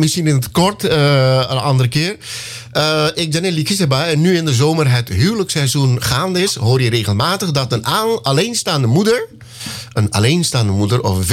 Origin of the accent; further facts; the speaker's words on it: Meerzorg, Commewijne, Suriname; Ik kom uit Meerzorg en ik heb ook hard gewerkt. Ik ben van de generatie van 1955, Vera.